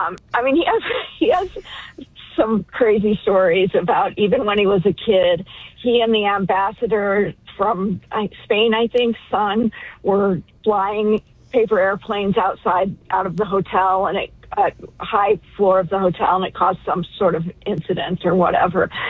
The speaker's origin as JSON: {"language": "English", "town": "Boulder", "region": "Colorado", "country": "United States", "tie": "born or raised there", "lives_now": "New York, United States", "said": "I wish I still lived there. Although I love New York. I grew up in Boulder."}